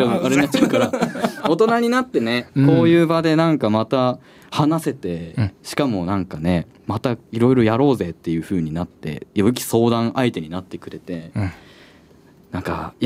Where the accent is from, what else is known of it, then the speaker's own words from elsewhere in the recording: Kushiro, Hokkaido, Japan; 僕は出身がですね、北海道の東側の、まあ、釧路という町なんですけど